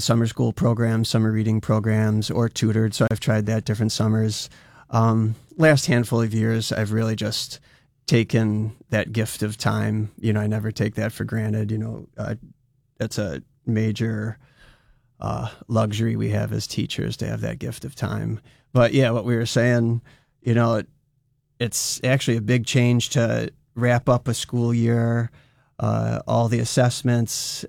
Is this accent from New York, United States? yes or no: yes; Irondequoit, New York, United States; I was born in West Irondequoit with a House of Guitars and a fantastic school system